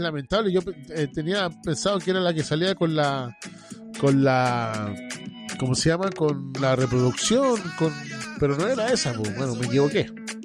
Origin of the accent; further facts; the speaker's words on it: Chile; siendo chileno